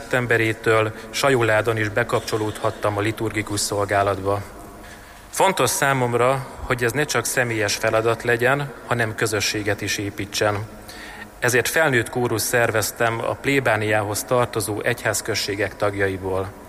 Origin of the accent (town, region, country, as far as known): Sajópetri, Borsod-Abaúj-Zemplén, Hungary; born or raised there